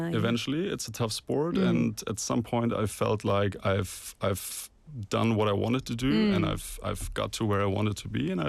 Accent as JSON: {"language": "English", "region": "Hamburg", "country": "Germany", "tie": "born or raised there", "also_born_or_lived": "Boston / Copenhagen / Milan", "moved": "as an adult", "lives_now": "Busan, South Korea", "said": "I was born in 1998 in the beautiful city of Hamburg in northern Germany"}